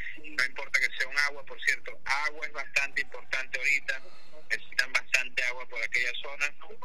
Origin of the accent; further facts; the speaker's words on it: Venezuela; todos somos venezolanos